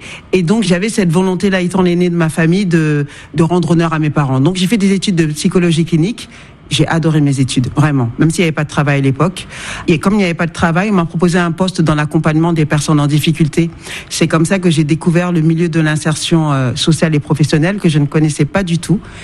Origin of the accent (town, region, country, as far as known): France; born there